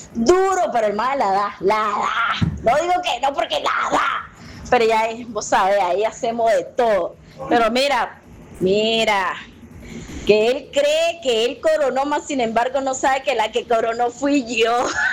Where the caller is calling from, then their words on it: Nicaragua; Si somos dos nicas contra un colombiano